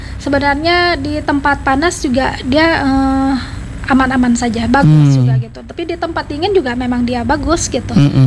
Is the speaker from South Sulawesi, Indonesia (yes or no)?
no; Sumedang, West Java, Indonesia; Kebetulan di daerah setempat saya kan dari Sumedang nih.